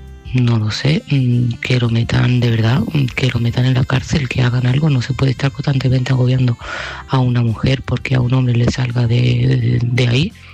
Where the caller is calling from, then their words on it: Seville, Andalusia, Spain; de Sevilla y este mensaje va para Ángeles.